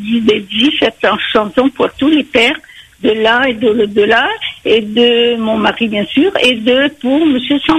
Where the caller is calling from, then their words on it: Réunion; comme moi, je suis réunionnaise aussi, j'aime mon île